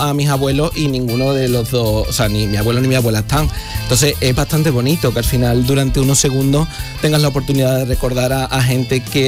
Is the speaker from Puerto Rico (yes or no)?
no; Cazalla de la Sierra, Andalusia, Spain